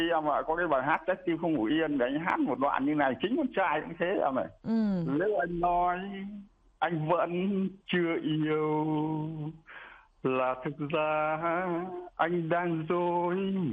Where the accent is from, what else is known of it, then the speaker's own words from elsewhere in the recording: Hanoi, Vietnam; Nói chung anh đến ở một đất nước xinh đẹp, đấy là đất nước Việt Nam, và ở một cái khu vực cũng